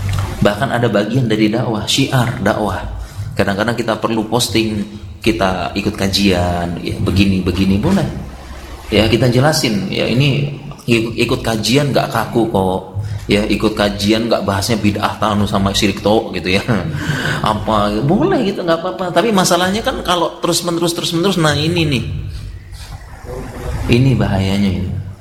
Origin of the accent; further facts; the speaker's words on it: Yogyakarta, Special Region of Yogyakarta, Indonesia; Kita orang Jogja